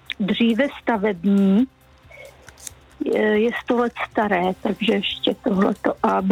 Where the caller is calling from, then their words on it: Pardubice Region, Czechia; jsme z Holicka.